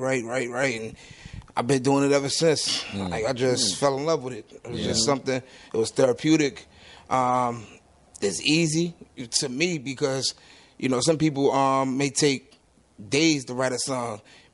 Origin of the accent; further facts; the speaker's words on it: New Jersey, United States; also born or lived in Boston, United States; Well, just like him, I was born in Boston, but when I was about 2, moved to Jersey.